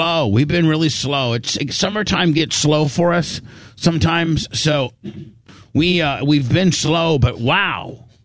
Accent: Indiana, United States; Growing up in Indiana, indoctrinated.

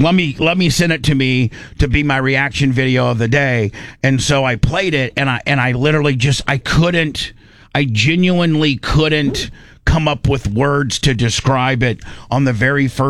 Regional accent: Indiana, United States; I'm white trash from Indiana who doesn't give up.

